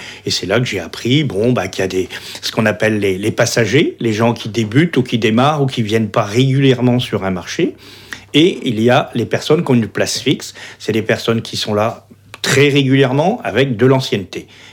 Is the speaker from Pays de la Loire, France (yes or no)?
no; Brest, Brittany, France; Et moi je suis né à Brest.